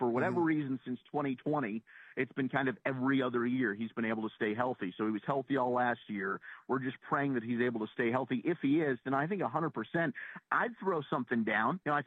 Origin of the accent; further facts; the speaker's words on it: Dallas, Texas, United States; I grew up in Dallas as a Cowboy mm-hmm. fan.